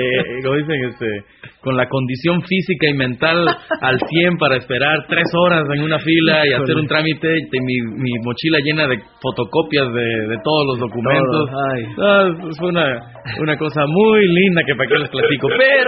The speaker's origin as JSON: {"language": "Spanish", "country": "Mexico", "moved": "yes"}